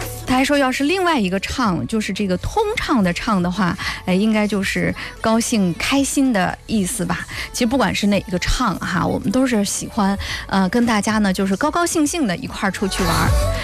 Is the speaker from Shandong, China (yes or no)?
yes; Tai'an, Shandong, China; 那其实呢我老家也是泰安的，